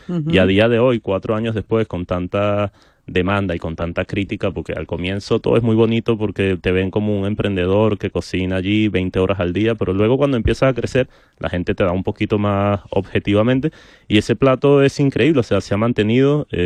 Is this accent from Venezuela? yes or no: yes; Venezuela; moved away; soy de Venezuela, emigrante.